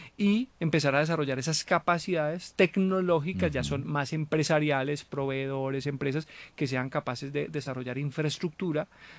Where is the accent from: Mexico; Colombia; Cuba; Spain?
Colombia